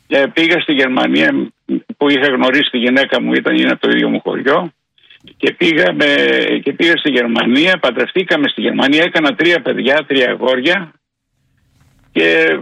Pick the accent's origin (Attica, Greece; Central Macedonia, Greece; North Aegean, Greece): Central Macedonia, Greece; Neo Petri; also born or lived in Thessaloniki; Όχι, όχι, εγώ γεννήθηκα στο Νέο Πετρί της Σερών και έφυγα στα 12 μου γιατί δυστυχώς το χωριό μου ήταν ένα πολύ φτωχό χωριό.